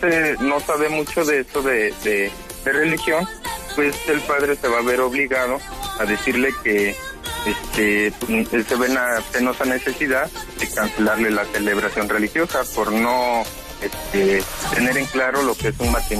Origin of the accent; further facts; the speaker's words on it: Querétaro, Mexico; Soy de aquí de Querétaro.